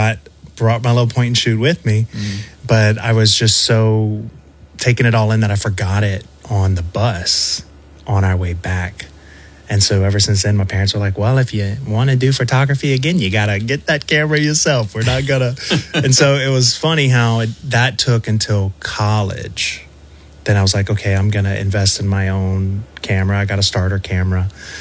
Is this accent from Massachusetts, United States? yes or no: no; New Iberia, Louisiana, United States; So I grew up in New Iberia, Louisiana, more specifically Cotto, Louisiana.